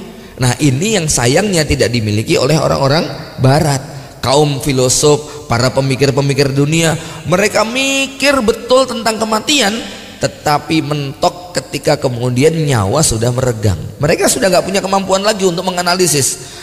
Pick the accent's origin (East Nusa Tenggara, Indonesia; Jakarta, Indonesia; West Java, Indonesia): Jakarta, Indonesia; Bahkan di kampung saya di Serdang Jakarta itu ada kegiatan namanya KKW, kerukunan dan kematian warga.